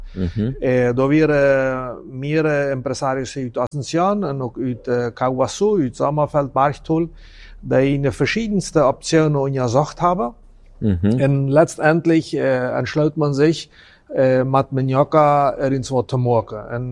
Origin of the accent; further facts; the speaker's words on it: Friesland, San Pedro, Paraguay; also born or lived in Chaco; Also, ich komme ursprünglich aus Friesland.